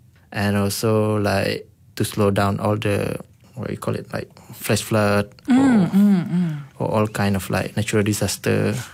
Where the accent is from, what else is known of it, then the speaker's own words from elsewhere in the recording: Dalat, Sarawak, Malaysia; I'm from Dalat